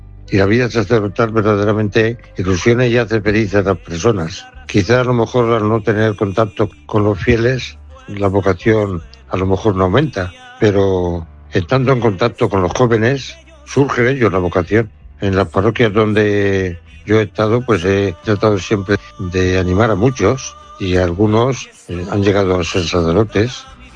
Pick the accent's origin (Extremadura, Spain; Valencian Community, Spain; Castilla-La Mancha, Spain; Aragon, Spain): Castilla-La Mancha, Spain; moved away as an adult; also born or lived in Puertollano; now in Ciudad Real, Spain; Soy de Fuentefresno y nací el 16 de noviembre de 1937.